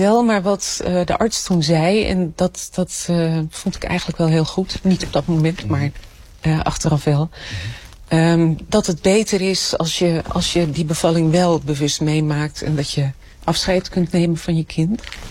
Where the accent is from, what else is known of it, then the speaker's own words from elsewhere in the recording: Egmond, North Holland, Netherlands; born there; moved away as an adult; En in het weekend ging ik terug naar Egmond, mijn geboorteplaats.